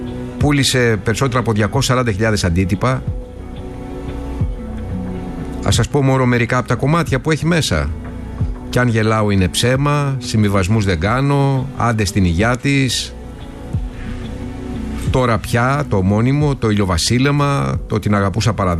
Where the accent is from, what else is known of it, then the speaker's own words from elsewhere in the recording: Arta, Epirus, Greece; born there; Καλά, εγώ γεννήθηκα στην Άρτα και.